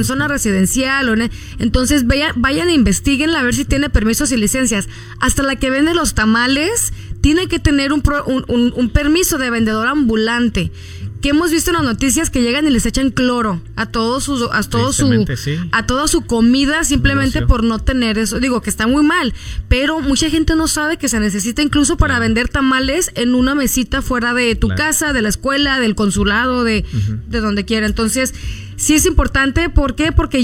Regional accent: Mexico; moved away; yo que soy mexicana

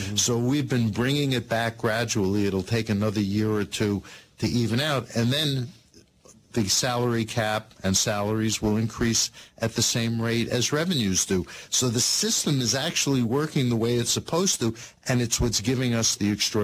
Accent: New York, United States; You know, growing up in New York, you had to all the majors.

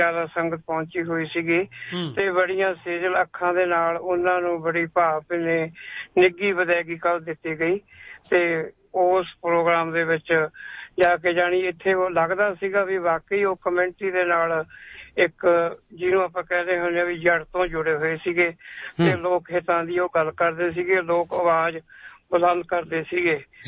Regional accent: Punjab, India; moved away; ਸਾਡੇ ਅਸੀਂ ਪੰਜਾਬ ਤੋਂ ਆਏ ਹਾਂ, ਪੰਜਾਬ ਦੇ ਵਿੱਚ ਅਸੀਂ ਦੇਖਿਆ ਵੀ ਫ੍ਰੀ ਦੀ ਜਿਹੜੀਆਂ ਸਹੂਲਤਾਂ ਦਿੰਦੇ ਸੀਗੇ

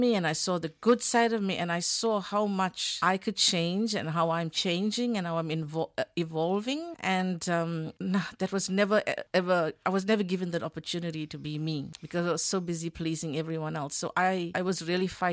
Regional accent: South Africa; And I'm an Indian, born in South Africa, lived in South Africa, knew nothing about the Indian culture

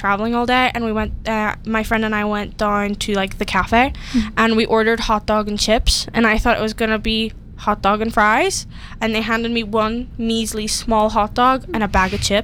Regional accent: Northern Ireland, United Kingdom; moved away; I was born and raised in Northern Ireland, but my mom was adamant to raise me in Polish.

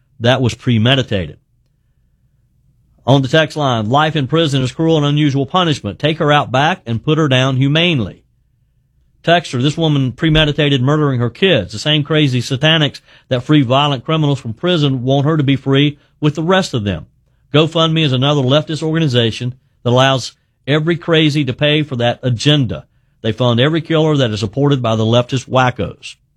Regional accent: South Carolina, United States; Ed is in my home state of South Carolina.

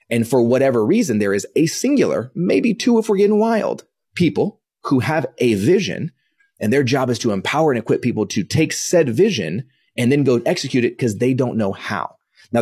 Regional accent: Dallas, Texas, United States; also born or lived in Kansas; So I was born in 1983. I was born in Kansas. I only lived there for about a week. Came back to Dallas night

